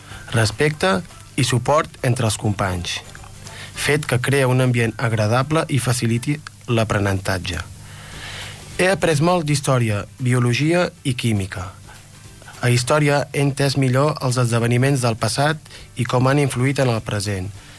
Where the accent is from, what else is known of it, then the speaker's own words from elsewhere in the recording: Vic, Catalonia, Spain; Bona tarda … soc de Vic